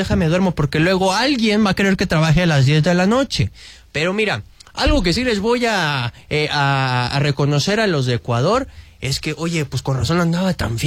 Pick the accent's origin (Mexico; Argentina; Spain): Mexico; yo ya soy español también, carnal, ¿eh? Ahora ya yo soy español y mexicano.